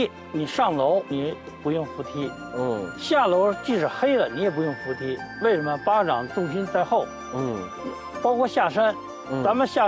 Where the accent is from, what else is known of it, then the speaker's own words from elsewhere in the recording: Beijing, China; born there; 习武50多年了，从小跟我祖父嘛，一直在天坛大坑那块儿。